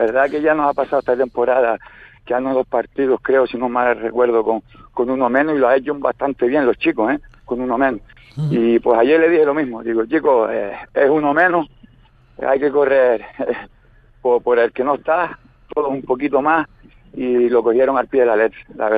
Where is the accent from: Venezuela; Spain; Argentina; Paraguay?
Spain; San Bartolomé, Canary Islands; yo soy de San Bartolomé y tengo que aplaudir un golazo de Jaisa, pues lo aplaudo.